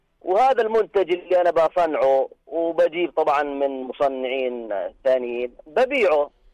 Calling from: Jordan; أنا مواطن أردني.

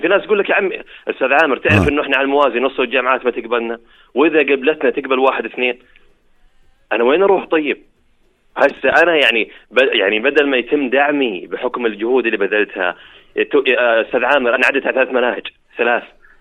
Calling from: Jordan; انا طالب اردني

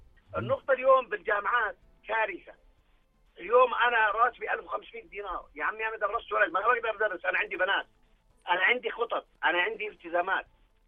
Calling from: Jordan; عندنا في الأردن

